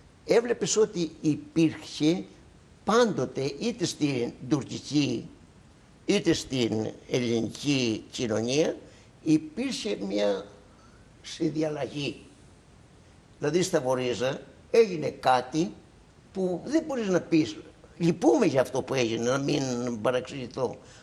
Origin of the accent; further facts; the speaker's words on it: Lasithi, Crete, Greece; born there; also born or lived in Heraklion; έφυγα δηλαδή από το Λασίδι όπου γεννήθηκα.